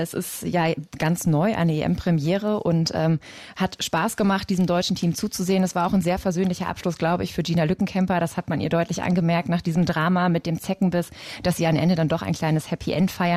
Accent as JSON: {"language": "German", "country": "Germany", "said": "wo wir als Deutsche, man muss ja mittlerweile sagen, dann auch kleine Sprintnation"}